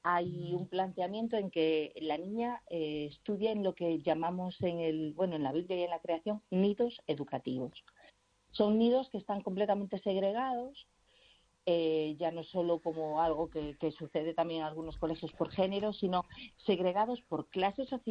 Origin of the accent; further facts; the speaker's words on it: Galicia, Spain; los que somos muy gallegos, ¿no? En algunas zonas decimos, ¡uy! Mira esas nubes, Alicia está chovendo